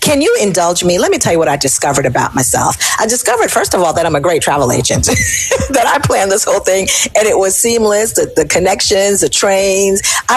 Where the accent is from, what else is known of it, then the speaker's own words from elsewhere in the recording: Jamaica; now in United States; So I was like, I'm a Jamaican citizen. Like, I'm an American citizen, dual citizenship. But I said, I'm from Jamaica.